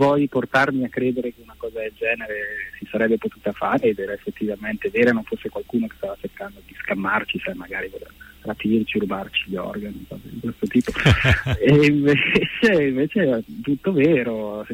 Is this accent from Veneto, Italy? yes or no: no; Milan, Lombardy, Italy; born there; L'Italia, sono nato a Milano.